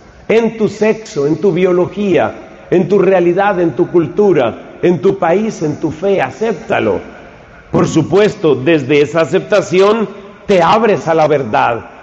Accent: Colombia; Yo soy colombiano, yo no soy finlandés. Yo sé que tengo un poco cara de sueco y de escandinavo, pero yo soy colombiano, de raíces indígenas y africanas

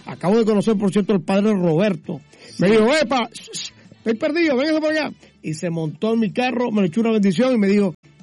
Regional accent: Venezuela; now in Frederick, United States; yo soy venezolano, actor de profesión.

